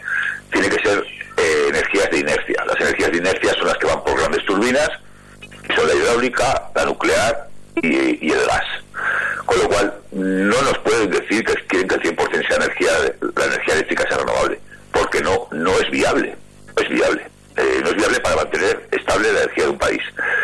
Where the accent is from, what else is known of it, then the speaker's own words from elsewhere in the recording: Aragon, Spain; yo, por ejemplo, soy aragonés